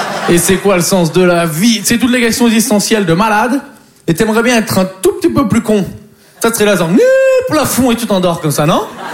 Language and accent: French; Poitiers, Nouvelle-Aquitaine, France; Mais moi, en plus, je viens de Poitiers, donc faut s'occuper.